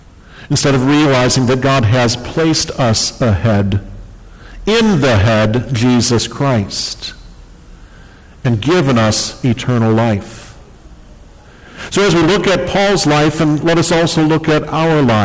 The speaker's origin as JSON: {"language": "English", "country": "United States"}